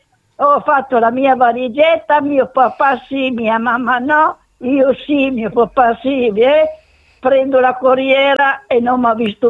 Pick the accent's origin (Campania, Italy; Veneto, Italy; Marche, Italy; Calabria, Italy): Veneto, Italy; Legnago; Almeno al mio paese, io sono di Legnago, Cerea, in quei paesi lì.